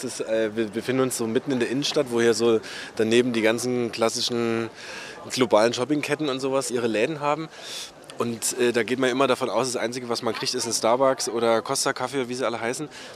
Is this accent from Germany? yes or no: yes; Görlitz, Saxony, Germany; Ich komme aus Görlitz und ich bin in der Oberlausitz aufgewachsen.